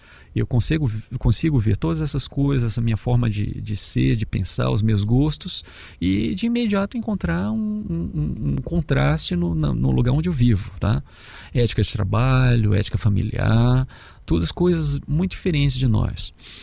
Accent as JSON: {"language": "Portuguese", "country": "Brazil", "tie": "born or raised there", "said": "Eu cresci no Brasil"}